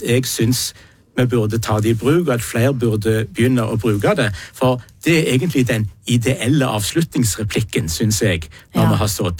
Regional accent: Western Norway, Norway; jeg som vestlending

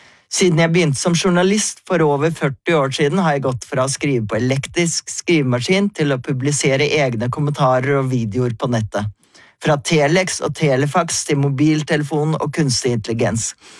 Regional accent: Oslo, Norway; nå var vi midt i hjembyen min Oslo, her jeg bodde i nesten 60 år, og jeg hadde rotet meg bort.

